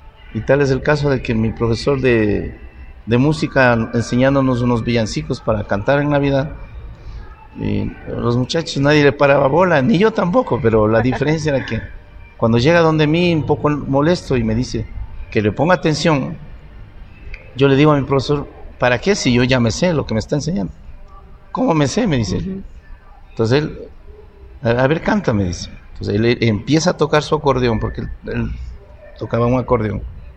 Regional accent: Pimampiro, Imbabura, Ecuador; Porque como nosotros, somos de Pimampiro, en ese tiempo una parroquia, pero nosotros teníamos actividades en el campo, ¿no?

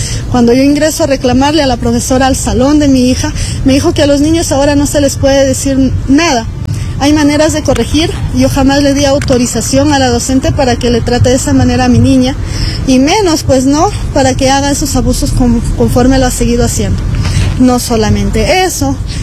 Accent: Yapa, Cajamarca, Peru; Vengo de la provincia de San Miguel, exactamente del distrito de Yapa.

